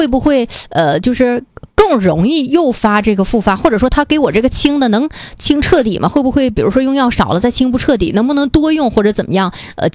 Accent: Northeast China, China; accent: Northeastern dialect; 用我们东北话来讲

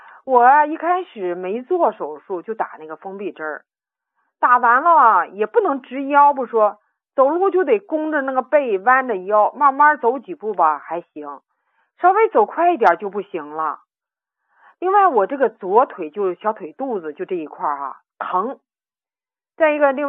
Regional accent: Qihe, Shandong, China; 我是来自德州齐河县的，我今年66了。

